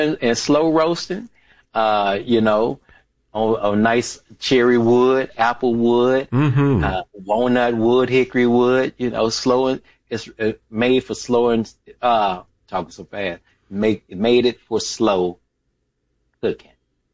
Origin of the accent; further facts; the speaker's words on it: Memphis, Tennessee, United States; But yes, I am originally from Memphis. And so I had to keep Memphis alive and keep that name in there.